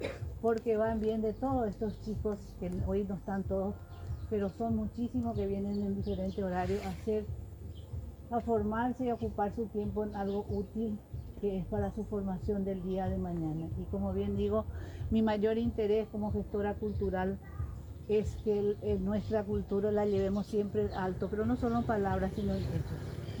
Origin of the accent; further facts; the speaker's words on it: Ñeembucú, Paraguay; nuestra identidad como paraguayos, como ñeembuqueños